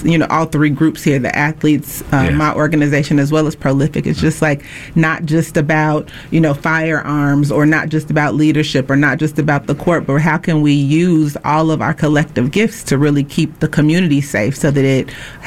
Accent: Chicago, Illinois, United States; I'm from Chicago.

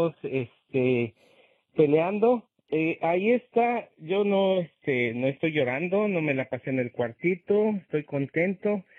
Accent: Mexico; como buen mexicano, antes nos íbamos con Brasil

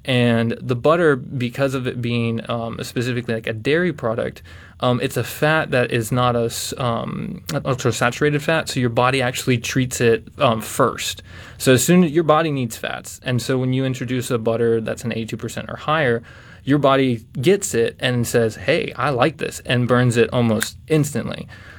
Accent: Zihuatanejo, Guerrero, Mexico; moved away as an adult; now in United States; I'm from Mexico in a small town called Ixtapas y Huatanejo. It's on the Pacific coast.

